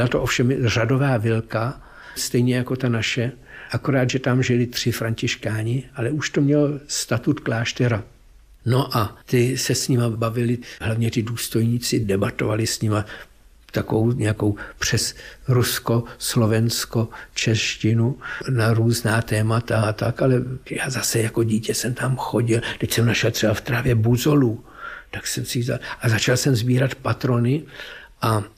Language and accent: Czech; Plzeň, Plzeň Region, Czechia; moved away; Poněvadž jsem Plzeňák a v Plzni máme mnoho příbuzenstva